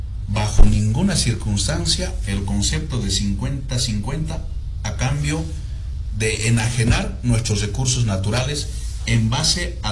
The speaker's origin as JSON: {"language": "Spanish", "country": "Bolivia", "said": "No siempre como gobernador, sino no aceptaría como un boliviano más."}